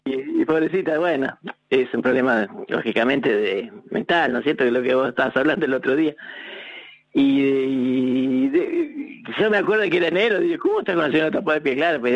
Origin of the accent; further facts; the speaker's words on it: Buenos Aires, Argentina; bueno, porteño, sí. Así. Yo sí. Me considero porteño.